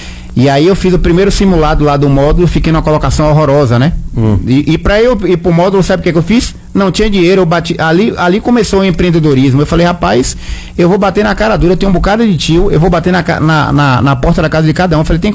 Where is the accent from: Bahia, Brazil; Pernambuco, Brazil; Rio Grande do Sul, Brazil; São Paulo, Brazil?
Bahia, Brazil; Salvador; Porque eu vim da SEASA Rio Vermelho. Meu pai é técnico laboratório, minha mãe técnico laboratório, sustentava 3 filhos.